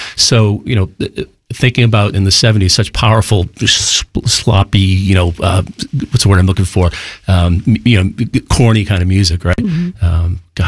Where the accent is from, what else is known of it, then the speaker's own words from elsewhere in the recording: Boston, Massachusetts, United States; Growing up in Boston, it was always